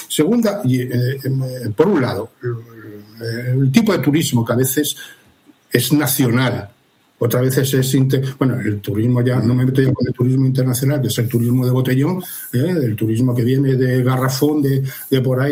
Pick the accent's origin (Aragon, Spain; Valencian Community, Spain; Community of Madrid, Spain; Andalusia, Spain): Community of Madrid, Spain; Madrid; born there; soy medio asturiano. O sea, cuando digo que soy madrileño es que nací en Madrid, vivo en Madrid, me gusta Madrid y quiero a Madrid, pero una parte de mí es asturiana.